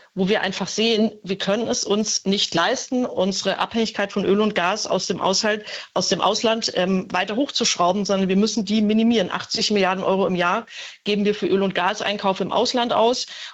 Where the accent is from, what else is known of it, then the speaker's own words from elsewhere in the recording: Bavaria, Germany; ich komme aus Bayern.